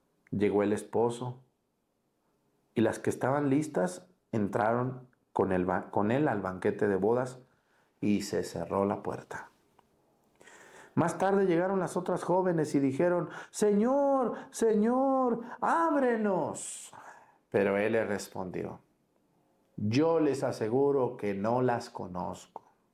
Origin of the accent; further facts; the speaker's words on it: Mexticacán, Jalisco, Mexico; Cuando yo era niño, allá en mi pueblo, en Mesticacán, había una tienda. Yo me acuerdo que había un viejito que vendía allá por, se llama el barrio La Peña.